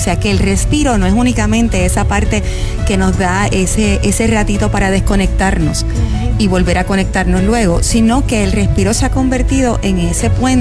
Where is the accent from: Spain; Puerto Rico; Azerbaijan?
Puerto Rico; darnos la oportunidad a nosotros como puertorriqueños